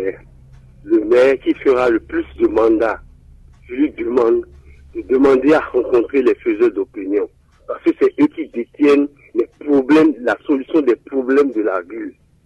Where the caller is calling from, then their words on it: Cotonou, Littoral, Benin; De Cotonou.